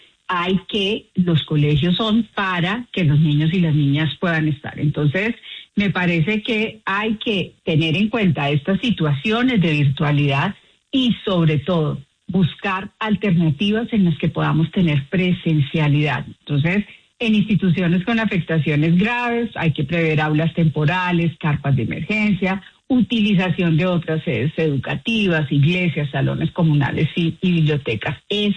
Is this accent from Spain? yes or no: no; Colombia; en esta tragedia que nosotros que estamos viviendo como colombianos